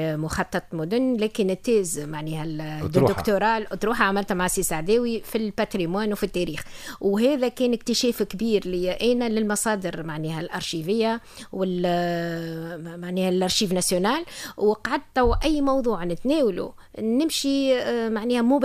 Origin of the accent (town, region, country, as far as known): Tunisia